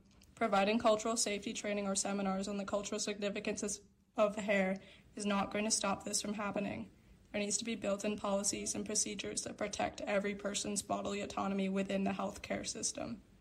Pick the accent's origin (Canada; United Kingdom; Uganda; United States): Canada; British Columbia; I'm from the Liatwat Nation. It's one of the Statlim Nations. On my father's side and on my mom's side, I'm Sinhalese from Sri Lanka.